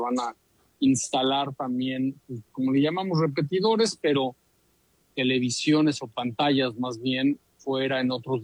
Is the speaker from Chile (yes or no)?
no; Mexico; yo creo que nosotros como mexicanos